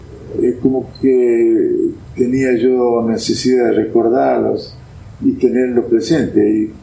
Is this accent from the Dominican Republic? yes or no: no; Campo Santo, Salta, Argentina; moved away; Yo vengo de Camposanto, de un pueblo muy, muy, con pocas posibilidades económicas.